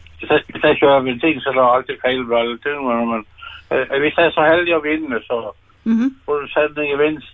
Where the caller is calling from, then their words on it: Vennesla, Agder, Norway; Vi er fra Vennesla.